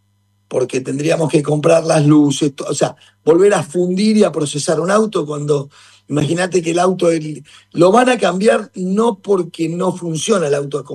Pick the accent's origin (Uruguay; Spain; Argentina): Argentina; Somos argentinos